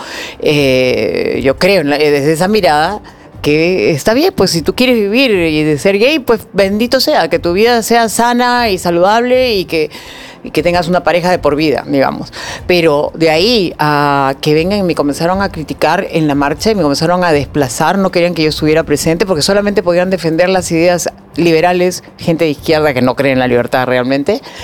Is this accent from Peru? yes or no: yes; Peru; Yo también, como muchos peruanos, caímos en la trampa.